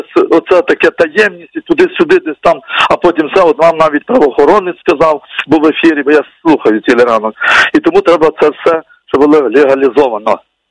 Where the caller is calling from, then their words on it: Rivne, Rivne Oblast, Ukraine; я з Рівного.